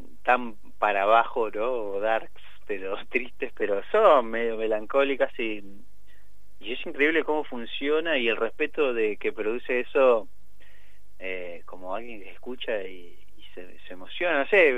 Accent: Mar del Plata, Buenos Aires Province, Argentina; yo soy marplatense

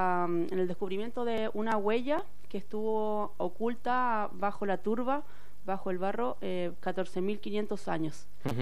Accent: Chile; yo vengo de Chile. Chile es un país que tiene muchos terremotos, muchos temblores todo el tiempo

